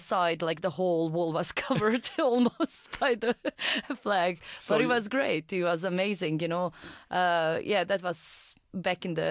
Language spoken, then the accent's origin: English; Bosnia & Herzegovina; English is a second language; I'm originally from Bosnia, actually